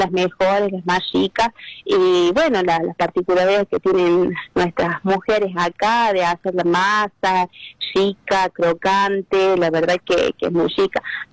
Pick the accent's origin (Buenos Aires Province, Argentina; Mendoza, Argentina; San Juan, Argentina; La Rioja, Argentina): La Rioja, Argentina; Ustedes sabrán que nos caracteriza como riojanos la chaya.